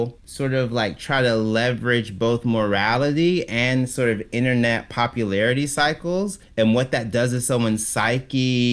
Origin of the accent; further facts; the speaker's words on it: Mississippi, United States; I love performing in the South. I'm from Mississippi.